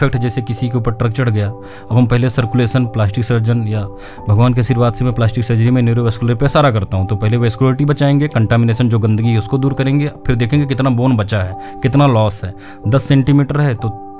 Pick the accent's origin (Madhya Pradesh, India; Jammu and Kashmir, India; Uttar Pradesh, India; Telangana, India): Uttar Pradesh, India; मैं इसी क्षेत्र का रहने वाला हूँ, यहीं का मैं नागरिक हूँ, अगर उनकी चीज़ों को मैं नहीं समझ पाऊँगा तो हमसे बेहतर कोई नहीं समझ सकता। यहाँ इस जिले का जो सबसे पिछड़ा एरिया तरबगंज है, वहाँ का जो सबसे पिछड़ा एरिया है वहाँ मेरा घर है